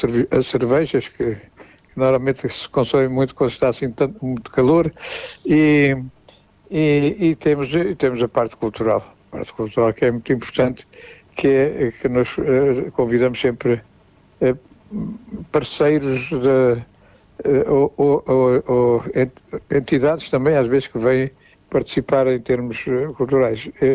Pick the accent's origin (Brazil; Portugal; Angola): Portugal; Mourinho; now in Lisbon, Portugal; por Moronho, eu nasci em Moronho, portanto tenho por Moronho o carinho muito especial, que é a minha terra, não é?